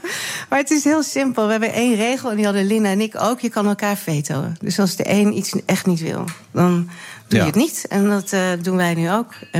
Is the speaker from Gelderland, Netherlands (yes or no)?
yes; Tiel, Gelderland, Netherlands; now in Amsterdam, Netherlands; Uit Tiel. Oh. Dat is Gelderland.